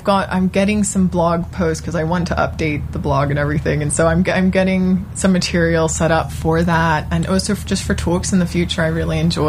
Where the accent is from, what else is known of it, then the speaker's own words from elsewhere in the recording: Hong Kong; That's big, because also growing up in Hong Kong, you know, I understand that environment.